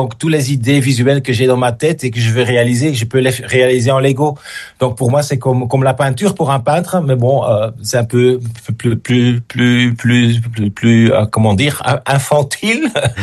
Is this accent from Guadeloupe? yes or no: no; Belgium